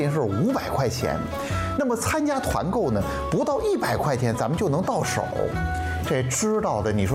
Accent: Xuzhou, Jiangsu, China; 大家好，我是来自徐州的

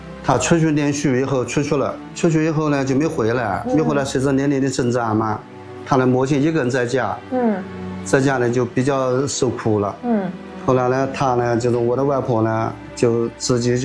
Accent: China; 我们中国人民

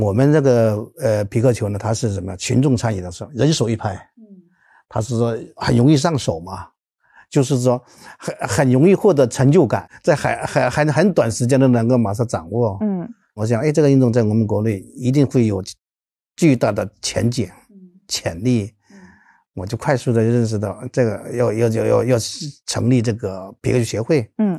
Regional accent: China

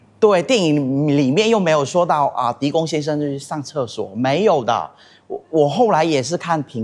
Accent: Chaoshan, Guangdong, China

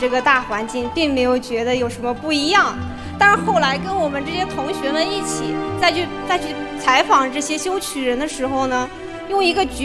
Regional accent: Linzhou, Henan, China; 从小就在红旗渠边上长大的

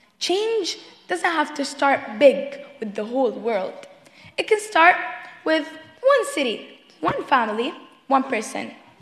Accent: Abu Dhabi, United Arab Emirates; One thing I love about my hometown, Abu Dhabi, is how it brings together its past and future.

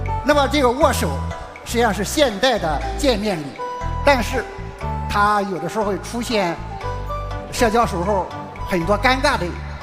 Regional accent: Jining, Shandong, China; 我们济宁人见了外地的游客

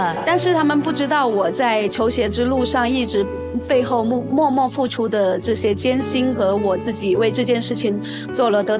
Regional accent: China; 我来自中国

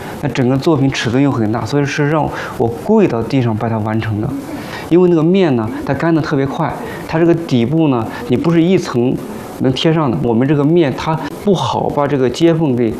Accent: Shandong, China; 所以咬着牙咬着这股劲儿，就是我们山东人就有这股气。

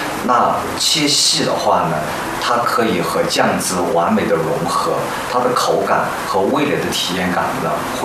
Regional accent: Yunnan, China; moved away as an adult; 尤其是回到我的家乡云南，

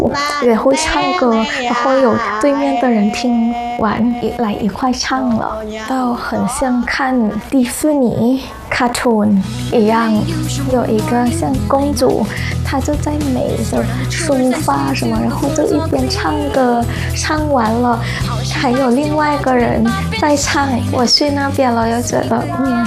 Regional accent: Thailand; Chinese is a second language; 我们从泰国来我们泰国也有这个

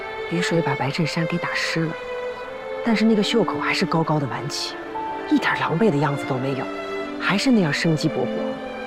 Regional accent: Northeast China, China; 我小时候在东北，好多人和事儿啊，我都记不太清了

